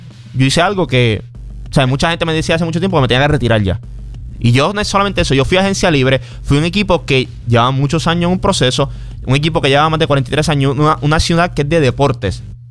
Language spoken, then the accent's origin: Spanish; Miami, Florida, United States; yo soy de Miami.